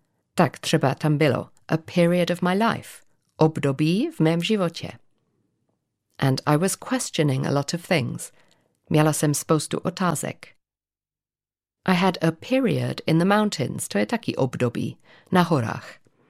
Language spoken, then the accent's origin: English; England, United Kingdom; now in Czechia; In fact, growing up in England, We went to the seaside quite a lot, although the sea was pretty cold compared to some parts of the Mediterranean.